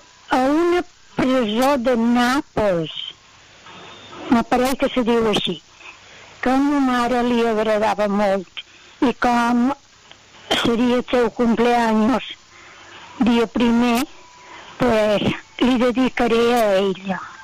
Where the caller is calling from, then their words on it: Campanet, Balearic Islands, Spain; Hola, Manu. Bon dia.